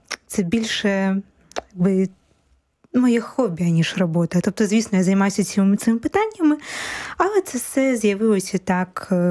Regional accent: Kharkiv, Kharkiv Oblast, Ukraine; now in Poland; Я з міста Харкова. Власне, я народилася у Харкові і жила багато років в місті Харків. Але вже коли приїхала до Польщі

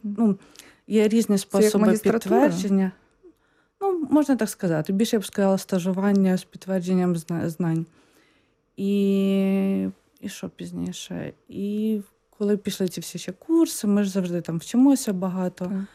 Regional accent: Lviv Oblast, Ukraine; Я, може, більше розуміла, бо я сама з Львівської області, тобто Західної України, і ми трохи наслухані польської мови.

